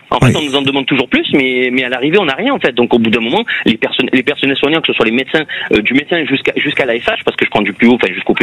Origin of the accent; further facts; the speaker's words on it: Marseille, Provence-Alpes-Côte d'Azur, France; Je suis de Marseille, donc je ne pourrais pas vous dire pour Nantes.